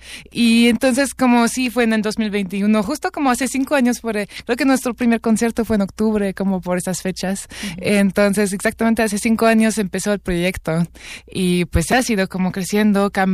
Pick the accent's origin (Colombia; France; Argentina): France; Spanish is a second language; also born or lived in New Orleans; now in Mexico; Y pues sí, soy francesa, pasé mucho tiempo en Nueva Orleans y ahora en México.